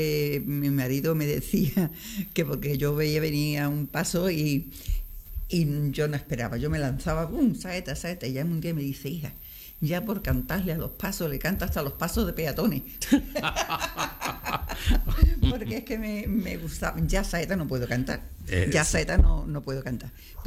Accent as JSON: {"language": "Spanish", "town": "San Fernando", "region": "Andalusia", "country": "Spain", "tie": "born or raised there", "said": "Y yo me pasaba la infancia entre la huerta y la salina, más la salina que la huerta."}